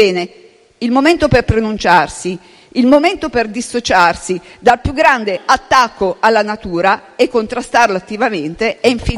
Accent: Lombardy, Italy; Io sono lombarda

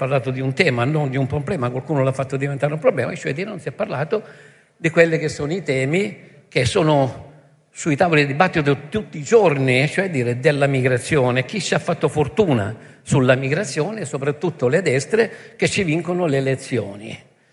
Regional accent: Lampedusa, Sicily, Italy; io, sapete, vengo da Lampedusa

